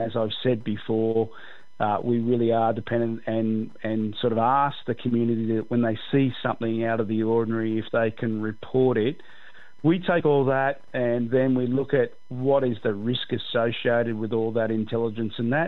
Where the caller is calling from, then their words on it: Canberra, Australian Capital Territory, Australia; I'm calling from Canberra. It's not a great sort of weather out here.